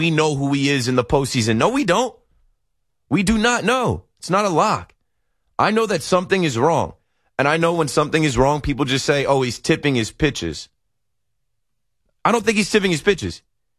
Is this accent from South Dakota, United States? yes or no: no; New York City, New York, United States; being a New Yorker and being in New York